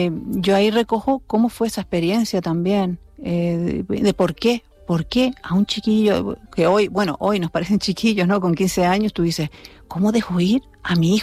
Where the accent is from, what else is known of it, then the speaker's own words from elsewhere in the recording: El Hierro, Canary Islands, Spain; yo quiero vivir en mi tierra. Lo que pasa es que allí, es que ten en cuenta que en El Hierro no había ni agua.